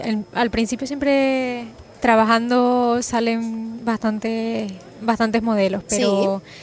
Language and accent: Spanish; Frontera, Canary Islands, Spain; Sí, hierreña.